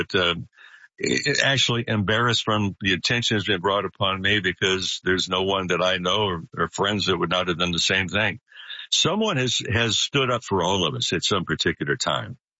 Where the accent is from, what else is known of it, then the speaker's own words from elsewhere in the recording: Santa Monica, California, United States; For me, Buster, was going back home, cause I grew up in Santa Monica.